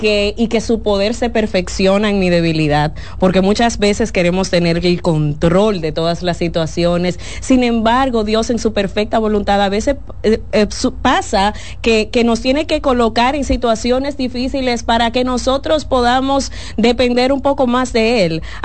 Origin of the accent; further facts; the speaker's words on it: Dominican Republic; now in Tampa, United States; Feliz de estar en mi país, pero muy feliz. Afuera. Sí, en la Florida, en Tampa.